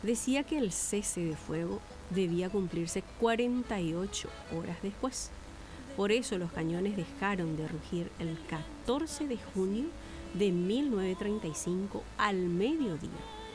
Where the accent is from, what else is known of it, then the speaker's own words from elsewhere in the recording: Paraguay; lo que nos identifica como paraguayos.